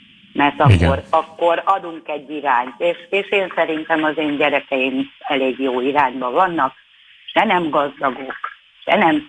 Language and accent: Hungarian; Budapest, Hungary; born there; imádom Kőbányát, én oda születtem egyébként